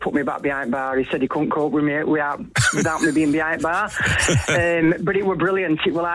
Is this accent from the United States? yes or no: no; Barnsley, Yorkshire and the Humber, United Kingdom; also born or lived in Wakefield; I was born in Barnsley, lived in Barnsley until I was till I was 17, and then I went to Wakefield for a while.